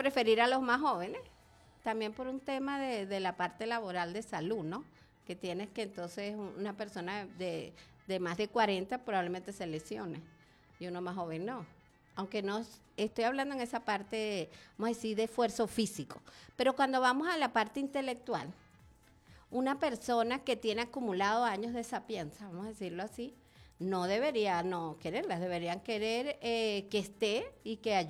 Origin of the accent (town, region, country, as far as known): Venezuela